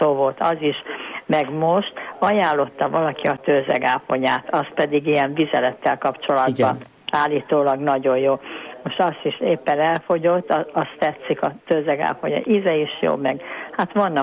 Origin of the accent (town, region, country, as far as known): Budapest, Hungary; born or raised there; now in Zalaegerszeg, Hungary